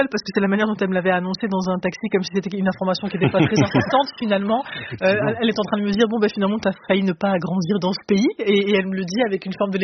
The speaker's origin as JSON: {"language": "French", "country": "France", "tie": "born or raised there", "also_born_or_lived": "Morocco", "said": "Je suis née au Maroc en 94, je suis arrivée en France en 97, je suis devenue française par choix"}